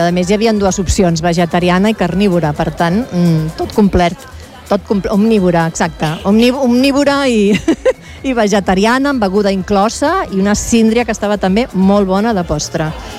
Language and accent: Catalan; Vilada, Catalonia, Spain; Està al Berguedà, al costat de Berga. Entre Berga i Ripoll és el primer poble.